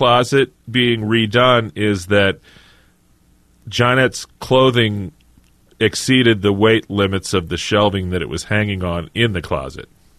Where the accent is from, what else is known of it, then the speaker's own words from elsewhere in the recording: Joplin, Missouri, United States; And KFSS in my hometown of Joplin, Missouri.